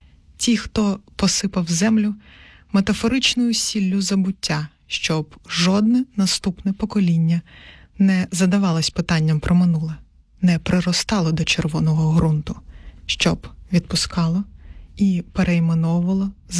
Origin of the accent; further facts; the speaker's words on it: Rozdolne, Crimea, Ukraine; moved away; мій рідний Крим, місце, де я виросла, став чужим.